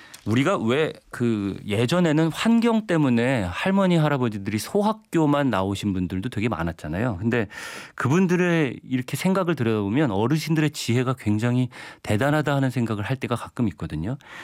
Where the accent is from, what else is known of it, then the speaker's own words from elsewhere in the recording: Chungcheong, South Korea; 저도 충청도 사람이라서